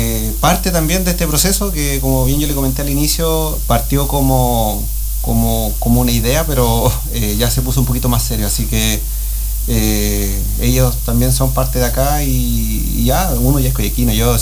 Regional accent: Chillán, Ñuble, Chile; moved away as an adult; now in Coyhaique, Chile; Yo soy oriundo de Chillán, aunque no lo crea, de Chillán. Por trabajo ya llevo buenos añitos acá. Llegué en 2012

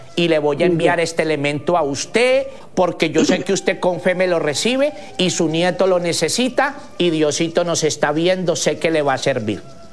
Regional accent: Putumayo, Colombia; indígena del Putumayo.

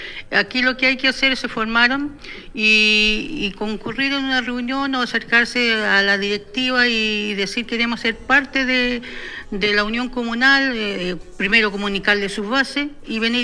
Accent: Aysén, Chile; Y aquí no solamente somos de Aysén

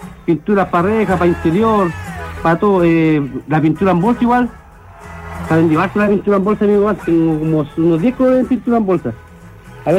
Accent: Chile; Somos así los chilenos.

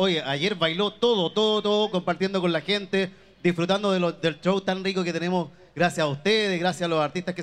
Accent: Navidad, O'Higgins, Chile; Todos somos de Navidad, po.

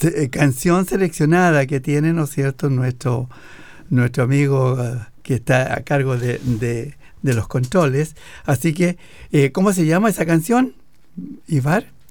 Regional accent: Chile; porque somos chilenos, somos hermanos todos

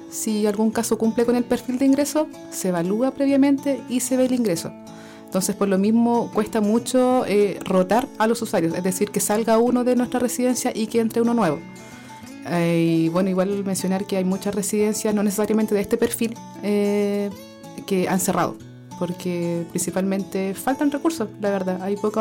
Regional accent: Concepción, Biobío, Chile; moved away as an adult; now in Puerto Montt, Chile; nosotros somos de Concepción.

